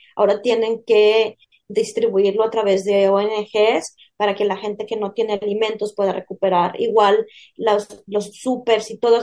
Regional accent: Mexico; now in Europe; yo como mexicana

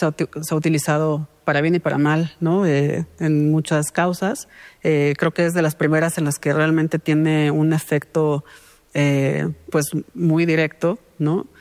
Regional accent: Mexico; como mexicanos y como miembros de comunidades

